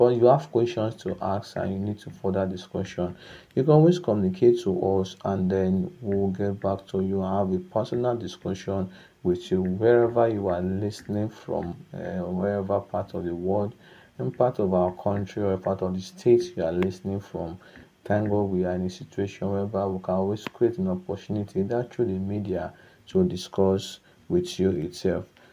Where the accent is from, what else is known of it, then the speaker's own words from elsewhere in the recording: Okada, Edo, Nigeria; from Okada Town, Edo State, Nigeria.